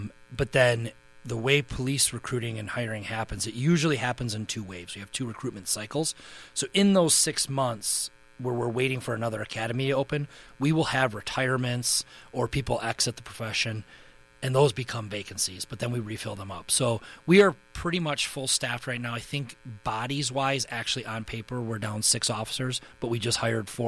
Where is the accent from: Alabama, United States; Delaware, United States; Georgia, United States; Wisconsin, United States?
Wisconsin, United States; Kenosha; I was born and raised here, and then I graduated high school and was weighing all different types of options.